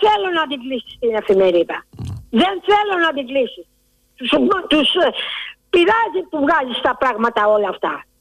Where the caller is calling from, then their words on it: Nikaia, Attica, Greece; από Νίκαια.